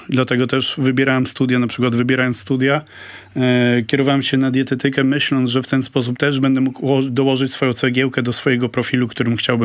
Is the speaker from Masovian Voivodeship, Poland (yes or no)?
no; Gdańsk, Pomeranian Voivodeship, Poland; jesteśmy z Gdańska oboje